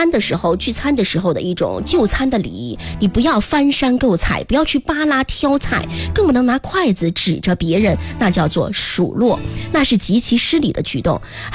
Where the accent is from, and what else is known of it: China